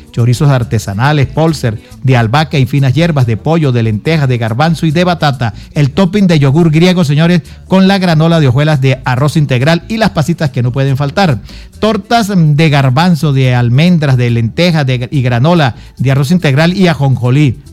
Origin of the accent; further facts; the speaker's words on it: La Grita, Táchira, Venezuela; Todos somos parameros, yo también soy de La Grita.